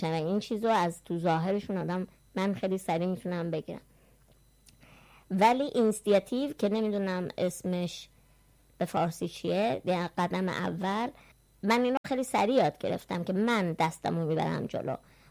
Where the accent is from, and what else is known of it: Iran; born or raised there